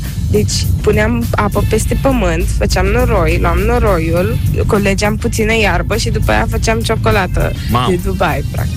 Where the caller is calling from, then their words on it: Bucharest, Romania; din București, am 13 ani